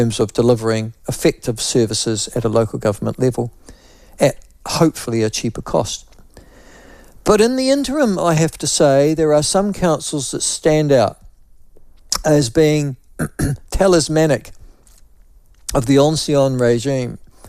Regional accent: Whanganui, Manawatū-Whanganui, New Zealand; Listen, well, I grew up in Whanganui, of all places, and there were an awful lot of Dutch migrants to New Zealand, 50s, 60s.

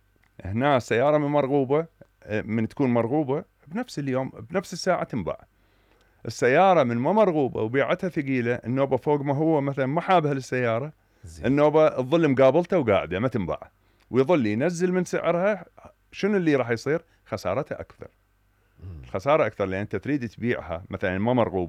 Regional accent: Iraq; هذا عندنا بالعراق

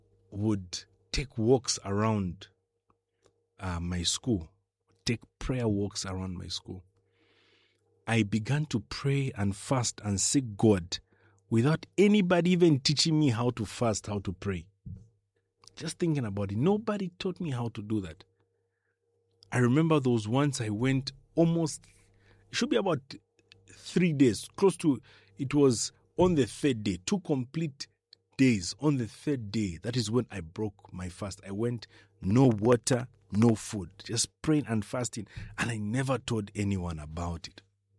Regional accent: Zambia; I grew up in Kaloloshi and how I grew up in a Christian home. And I shared with you about my time at Impelembe Secondary School.

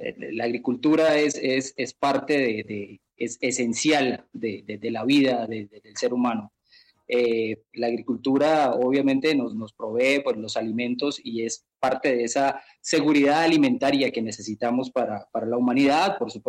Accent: Colombia; moved away as an adult; now in Mexico City, Mexico; Soy colombiano, sí. Colombiano, viviendo hace algunos años en el exterior.

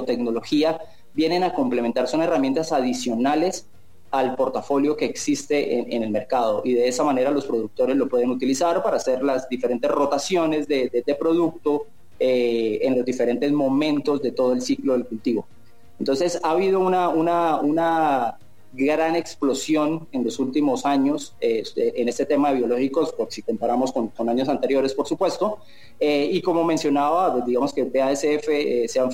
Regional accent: Bucaramanga, Santander, Colombia; now in Mexico; En Bucaramanga, soy de Bucaramanga.

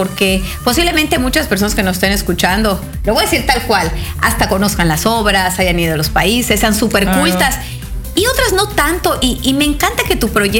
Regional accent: Mérida, Yucatán, Mexico; como meridanos, sí, como claro, yucatecos

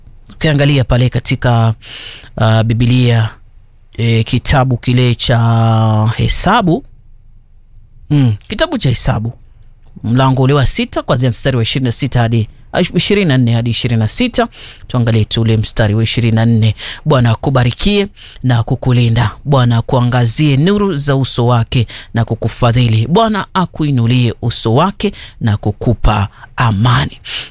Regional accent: Tana River County, Kenya; kule upokomoni tunasema yani unabauka bauka

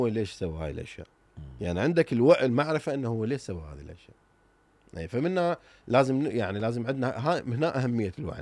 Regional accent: Iraq; يعني عندنا بالعراق، بينما أكو إهمال أو عدم اهتمام

